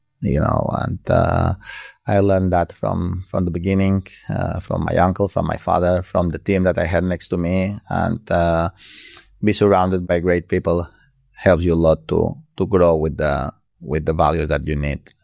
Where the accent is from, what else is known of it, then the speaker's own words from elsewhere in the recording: Mallorca, Balearic Islands, Spain; we are from Mallorca. We are a small island. Well, not that small, but and we are from a village now.